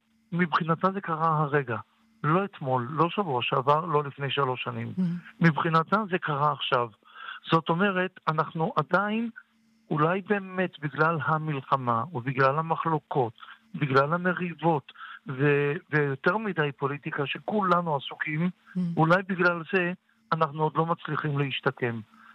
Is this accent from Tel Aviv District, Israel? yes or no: yes; Tel Aviv, Tel Aviv District, Israel; אני יליד תל אביב